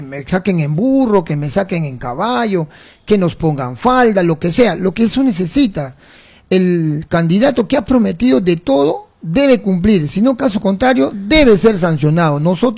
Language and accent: Spanish; Pichanaki, Junín, Peru